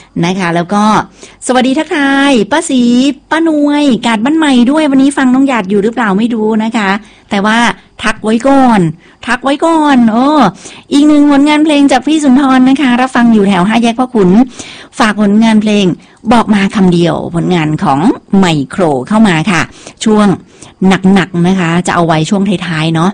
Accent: Northern Thailand, Thailand; เราเป็นคนเมืองนะคะ

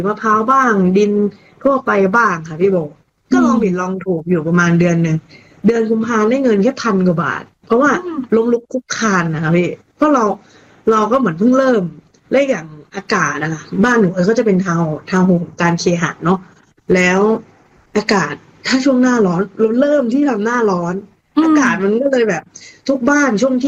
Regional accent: Chiang Mai, Thailand; ดั้งเดิมอ่ะครอบครัวนันอยู่เชียงใหม่หนูเป็นคนเชียงใหม่

